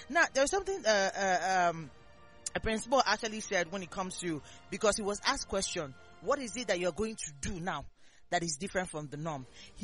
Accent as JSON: {"language": "English", "region": "Abia", "country": "Nigeria", "said": "I'm from Ogunawa"}